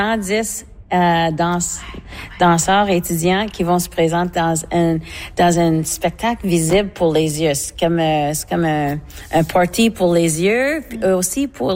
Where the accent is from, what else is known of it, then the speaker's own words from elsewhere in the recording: Manitoba, Canada; c'est parce que moi, je suis métisse de la Rivière-Rouge.